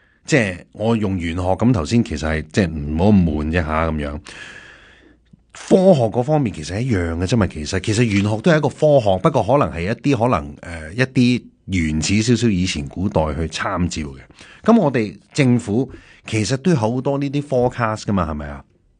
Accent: China; 我哋中国人咁

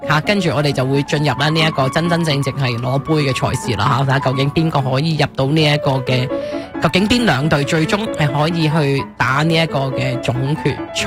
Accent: Canada; 尤其我哋加拿大人方面啦，今年系我哋嘅主办其中一个主办国啊嘛

